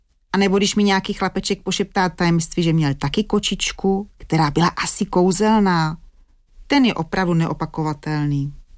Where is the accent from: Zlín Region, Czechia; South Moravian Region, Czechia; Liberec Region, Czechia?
South Moravian Region, Czechia; Brno; accent: Brno; kdy jsem se teda marně snažila skrývat svůj brněnský přízvuk